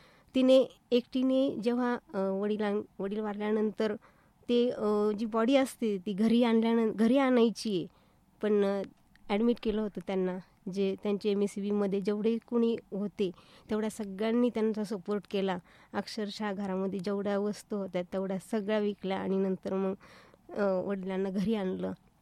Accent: Ahmednagar, Maharashtra, India; मी तशी मूळची नगरचीच आहे। माझं बालपण एका ठिकाणी नाही गेलं, प्रत्येक वेळी माझं बालपण चेंज होत गेलं।

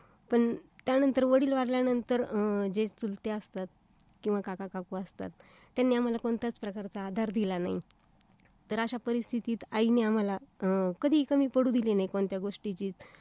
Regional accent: Ahmednagar, Maharashtra, India; मी तशी मूळची नगरचीच आहे। माझं बालपण एका ठिकाणी नाही गेलं, प्रत्येक वेळी माझं बालपण चेंज होत गेलं।

